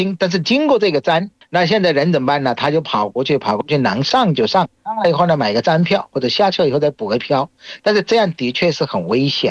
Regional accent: Bangladesh; Chinese is a second language; 我是来自于孟加拉国的

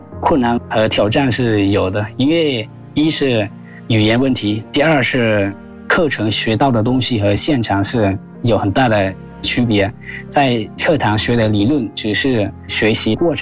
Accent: Laos; Chinese is a second language; 因为对我们老挝人来说这份工作也是一份很好工作，因为铁路从来是老挝历史上是没有的

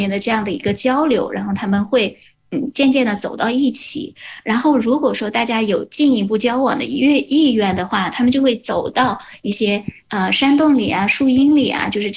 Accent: Fenghuang, Hunan, China; 比如凤凰，就是凤凰，你会看到我老家，从我的故乡写起。

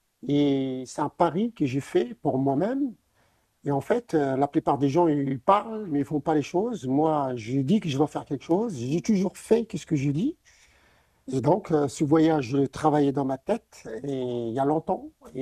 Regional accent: Morocco; born there; je suis né au Maroc

